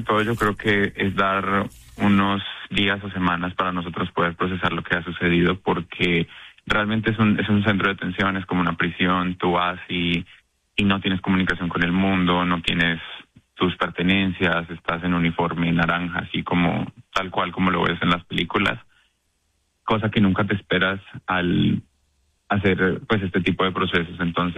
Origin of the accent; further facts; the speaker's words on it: Tunja, Boyacá, Colombia; moved away; yo soy de Tunja